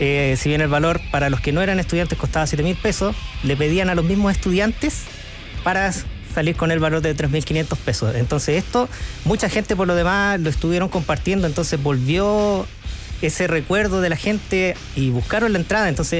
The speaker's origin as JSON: {"language": "Spanish", "country": "Chile"}